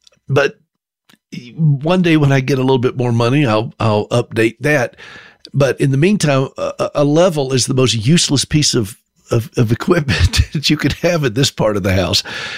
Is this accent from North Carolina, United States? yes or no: yes; North Carolina, United States; But I remember I grew up skiing in North Carolina.